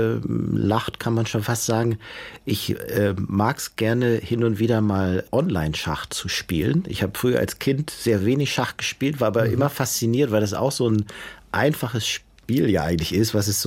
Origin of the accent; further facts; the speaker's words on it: Germany; Ich komme ja aus dem Norden, da ist sozusagen das Meer und die Küste